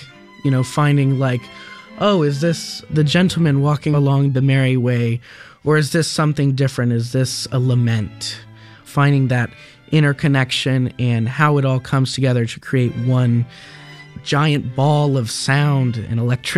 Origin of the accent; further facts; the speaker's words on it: Lake Worth, Florida, United States; from Lake Worth, Florida, and today I'll be performing the last movement